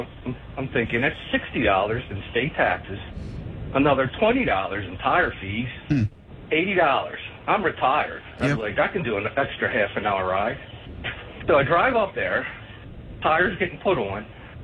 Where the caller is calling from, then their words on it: Maryland, United States; He says, where are you from, Maryland? I said, yeah.